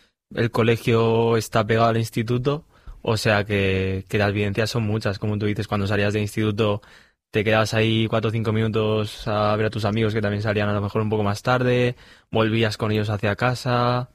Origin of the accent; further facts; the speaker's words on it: Castellón de la Plana, Valencian Community, Spain; also born or lived in Torreblanca; Yo soy de Castellón, pero me acuerdo del pueblo, ¿no? En este caso, Torre Blanca.